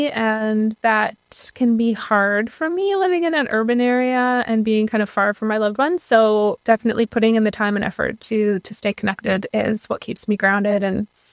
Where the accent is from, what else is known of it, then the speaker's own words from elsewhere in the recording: Saskatchewan, Canada; moved away as an adult; now in Vancouver, Canada; I'm currently living in Vancouver. I'm originally from Musqueam First Nation in Treaty 6 territory, north central Saskatchewan. I'm Métis Cree on my mom's side and of European settler descent on my father's side. I moved to Vancouver over a decade ago